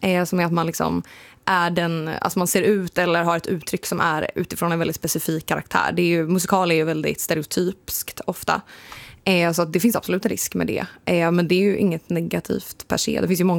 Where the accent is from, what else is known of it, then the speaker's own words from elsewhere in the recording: Säffle, Värmland, Sweden; born there; moved away; Men just nu är jag hemma i Värmland och bygger på min lillasysters hus om dagarna.